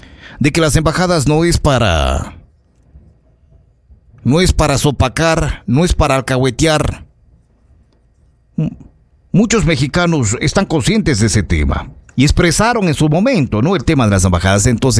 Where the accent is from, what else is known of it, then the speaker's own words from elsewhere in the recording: Ecuador; como lo somos los ecuatorianos.